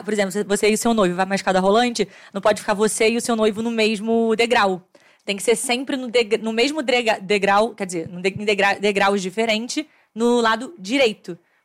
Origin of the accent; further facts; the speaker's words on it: Rio de Janeiro, Brazil; Porque eu sou do Rio de Janeiro. E no Rio de Janeiro a gente tem muita praia, né?